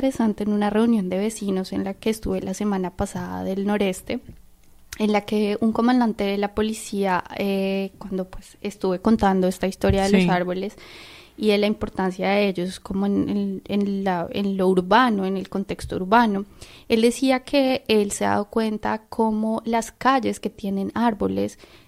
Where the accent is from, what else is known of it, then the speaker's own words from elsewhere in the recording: Bogotá, Colombia; yo crecí en Bogotá, que es la capital de Colombia, es una ciudad que tiene muchos árboles